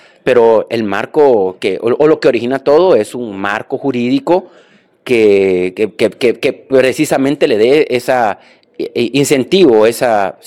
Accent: Honduras

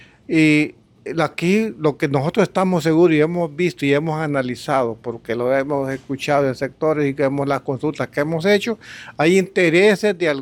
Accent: Honduras

